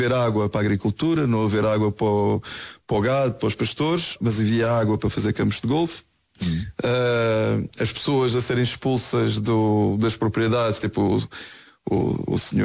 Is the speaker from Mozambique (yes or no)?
yes; Mozambique; also born or lived in Brazil; Não, nós tínhamos acabado de chegar do Brasil. Nós tínhamos acabado de chegar do Brasil. Eu sou moçambicano, na verdade.